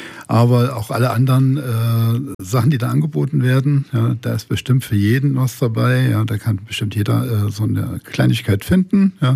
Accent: Bischofsheim, Hesse, Germany; Ja, eben, also ich kenne Bischofsheim, Ginsheim, ich bin in Bischofsheim aufgewachsen, ja, und ja, da ist Ginsheim ist das Dorf.

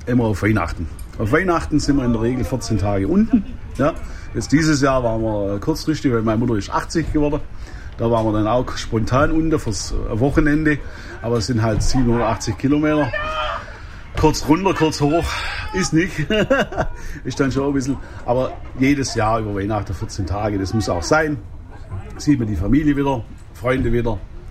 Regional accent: South, Germany; now in Paddingbüttel, Germany; Das ist nicht so wie im Süden, wo ich herkomme. Wir sind in Niedersachsen ein Flächenland. Das heißt, ich wohne in Paddingbüttel.

